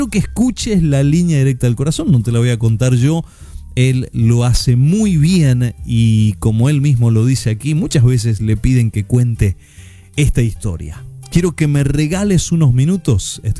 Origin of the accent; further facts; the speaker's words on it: Argentina; Yo recuerdo los comienzos en mi país de las iglesias evangélicas. Cuando yo le entrego mi corazón a Jesús, el movimiento cristiano evangélico recién casi comenzaba a expandirse en Argentina.